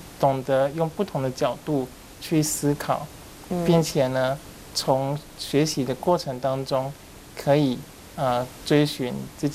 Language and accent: Chinese; Nantou County, Taiwan; born there; 因为我们是南投人哈